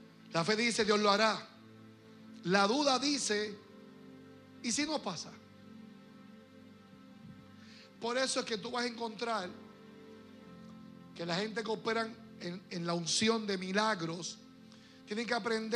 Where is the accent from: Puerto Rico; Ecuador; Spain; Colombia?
Puerto Rico